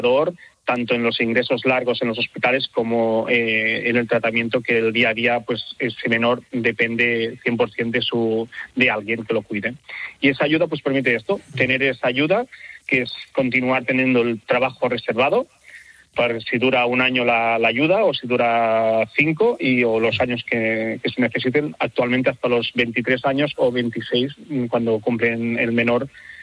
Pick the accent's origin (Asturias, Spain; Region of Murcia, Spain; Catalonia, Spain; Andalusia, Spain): Catalonia, Spain; now in Barcelona, Spain; Pues otra vez viviendo en Barcelona, nosotros somos de la Garrocha, de la comarca ahí a lo alto de Cataluña